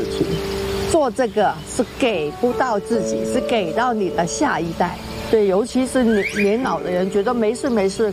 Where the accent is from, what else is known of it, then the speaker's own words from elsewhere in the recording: China; 我们中国人的性格就是坚持坚持，这很坚持的。